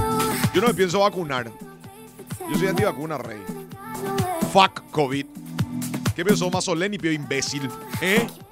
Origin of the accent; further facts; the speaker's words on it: Paraguay; por supuesto que también soy paraguayo, y aparte de ser paraguayo